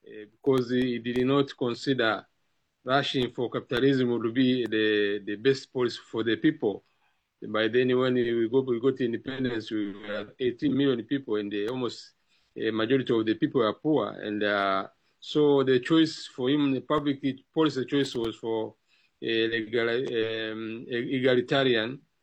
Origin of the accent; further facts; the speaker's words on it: Tanzania; I'm speaking from Tanzania, and I'm a Tanzanian, and I started hearing about Mwalimu Nyerere when I was 7, 1967